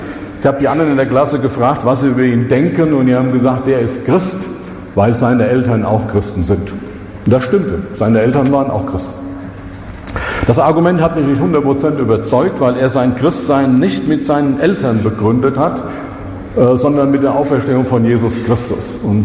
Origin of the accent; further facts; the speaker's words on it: Dillenburg, Hesse, Germany; accent: Dillenburg sibilants; Ich komme aus Dillenburg, das ist eine kleine Stadt in Hessen. Dass ich aus dieser Stadt komme, könnte man dann merken, wenn man sich auskennt, wenn ich Zischlaute gebrauche.